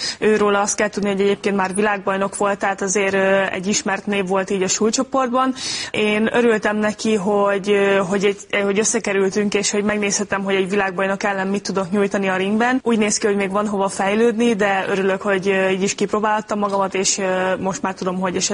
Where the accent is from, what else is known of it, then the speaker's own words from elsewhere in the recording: Kőszeg, Vas, Hungary; now in Budapest, Hungary; például Kőszegen, a kis városban, ahonnan jöttem